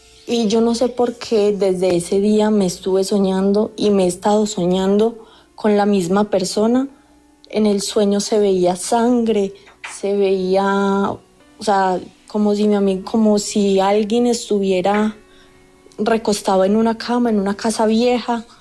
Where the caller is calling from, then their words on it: Suesca, Cundinamarca, Colombia; Desde Suesca, Cundinamarca.